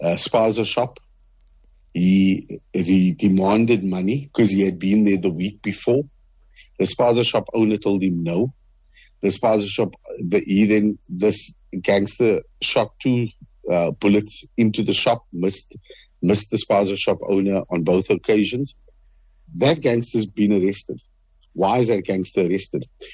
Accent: Western Cape, South Africa; no, I'm from Manenberg, or no, I'm from Mitchell's Plain, or no, I'm from Bontville

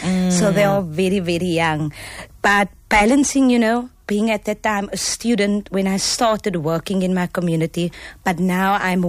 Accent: Lotus River, Western Cape, South Africa; I was raised in Losity, and I believe this is where everything started. So having grown up in Losity

